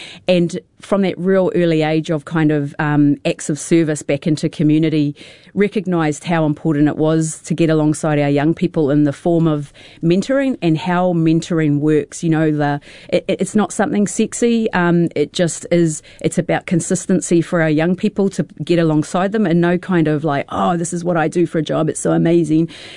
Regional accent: Whakatane, Bay of Plenty, New Zealand; I grew up in Whakatane, just a little township on the east coast of the North Island, for those of you that don't know it.

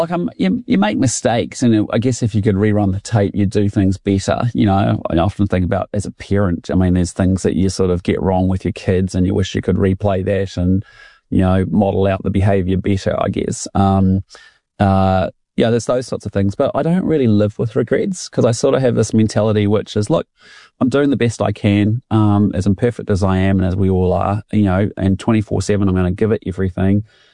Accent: Christchurch, Canterbury, New Zealand; You know, I'm a boy from Bishopdale, Christchurch. I got to travel and live all around the world doing incredible things and having a lot of fun along the way.

